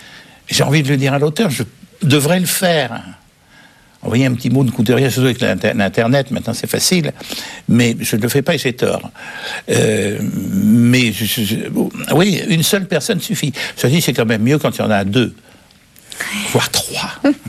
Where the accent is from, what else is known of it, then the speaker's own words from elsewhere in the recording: Quebec, Canada; accent: Québécois; Elle me dit parce que, à mon accent, c'est que je suis québécoise